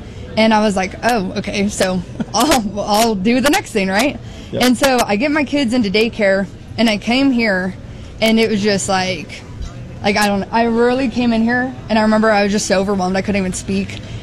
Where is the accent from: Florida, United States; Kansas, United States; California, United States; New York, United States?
Kansas, United States; Russell, Hays; moved away as an adult; I'm actually from Kansas.